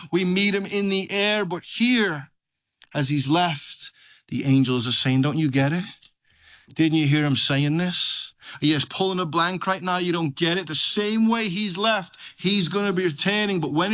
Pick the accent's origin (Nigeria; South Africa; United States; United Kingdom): United Kingdom; England; moved away; where I grew up in England.